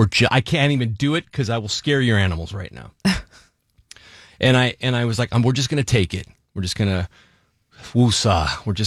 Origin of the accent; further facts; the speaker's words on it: Salinas, California, United States; moved away; I drove down to Salinas, my hometown